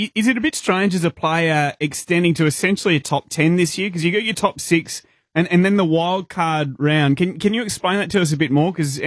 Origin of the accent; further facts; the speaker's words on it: Tamworth, New South Wales, Australia; now in Gold Coast, Australia; Like, I'm from Tamworth originally. I'm from country New South Wales.